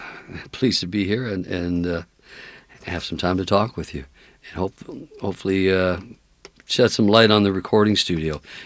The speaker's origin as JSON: {"language": "English", "town": "Chatham", "region": "Ontario", "country": "Canada", "tie": "born or raised there", "moved": "yes", "said": "I'm originally from Chatham, Ontario, so southern Ontario, down maybe 40 minutes from Windsor and Detroit. And it's different. Different part of the country. I grew up watching American TV"}